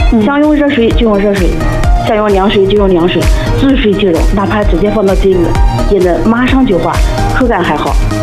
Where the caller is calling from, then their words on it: Anhui, China; 我是安徽的。